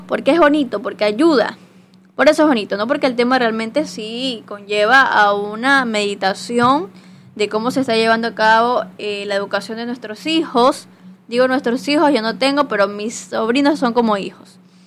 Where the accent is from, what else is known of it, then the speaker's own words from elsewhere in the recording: Ecuador; Nosotros somos acá ecuatorianos